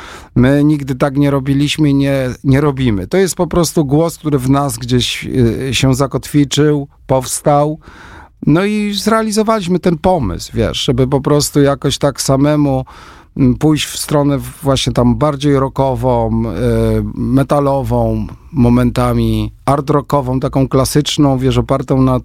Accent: Świętokrzyskie Voivodeship, Poland; My jesteśmy z Gór Świętokrzyskich. W tej chwili w zasadzie można powiedzieć, że to jest zespół właśnie taki krakowsko-świętokrzyski, bo nie wszyscy mieszkamy bezpośrednio w mieście Kielce.

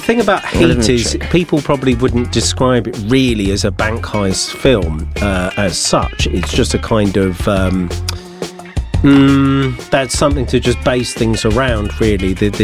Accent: London, United Kingdom; growing up in London

